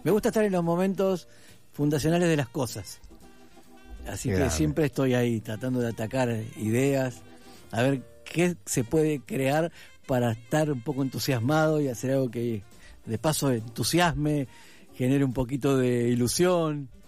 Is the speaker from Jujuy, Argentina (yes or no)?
no; San Justo, Buenos Aires Province, Argentina; Yo soy del oeste, de San Justo, y San Justo, Ramos Mejía, Aedo, Morón, todos los cines de barrio los viernes a la noche tenían espectáculos de música donde podías ver todo tipo de artistas, y era muy interesante porque además yo vivía a dos cuadras del Cine Cere